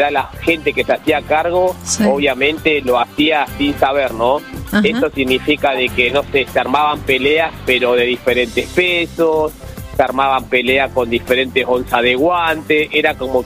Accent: Neuquén, Argentina; Yo soy un competidor de Neuquén que ha estado en los mejores eventos de tanto de Argentina como también en el mundo.

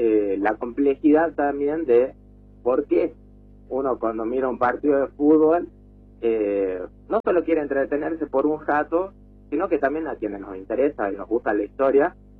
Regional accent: Argentina

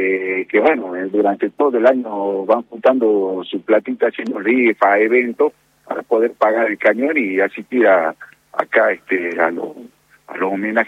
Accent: Salta, Argentina; lo sintamos todos los salteños, como salteños lo estoy hablando

